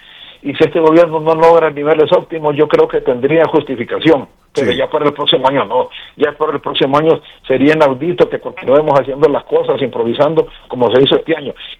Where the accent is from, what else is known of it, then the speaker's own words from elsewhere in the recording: Honduras; Como hondureño nos interesa que el gobierno le vaya bien.